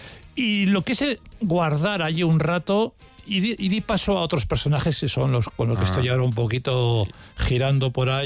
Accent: Bilbao, Basque Country, Spain; now in San Sebastián, Spain; mi familia y yo también éramos o somos de Bilbao, éramos de Bilbao, porque vivo aquí en Donosti, pero toda mi familia es de allí.

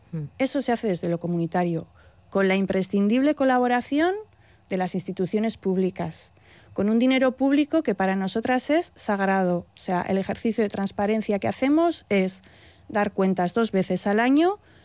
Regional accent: Bilbao, Basque Country, Spain; somos muy de Bilbao, somos más de Bilbao que el Guggenheim.

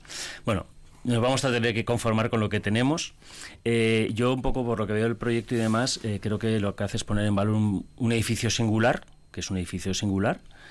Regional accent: Vitoria, Basque Country, Spain; Creo que todos los que somos de Vitoria conocemos perfectamente el sitio.

